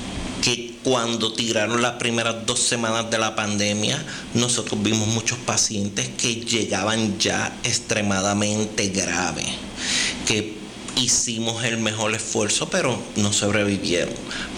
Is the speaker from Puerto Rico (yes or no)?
yes; Ponce, Puerto Rico; born there; Yo nací en Ponce, mi padre nació aquí en San Germán.